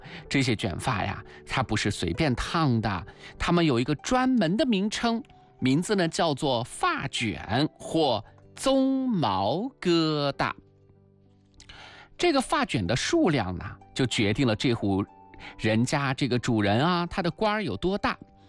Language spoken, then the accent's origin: Chinese; China; 我们中国人